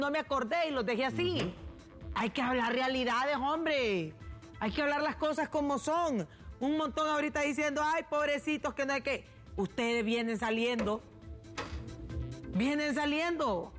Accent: Honduras; Yo como hondureña

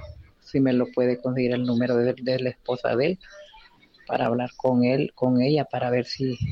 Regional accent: Tegucigalpa, Francisco Morazán, Honduras; born there; now in La Paz, Honduras; yo soy de la capital, yo nací en Tegucigalpa, pero vivo aquí en La Paz.

